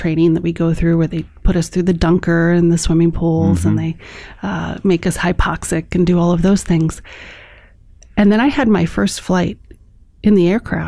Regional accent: Chicago, Illinois, United States; born or raised there

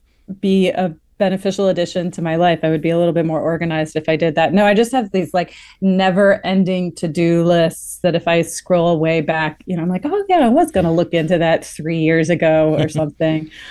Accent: East Coast, United States; also born or lived in Texas; I've spent most of my career living in Texas, although I'm from the East Coast

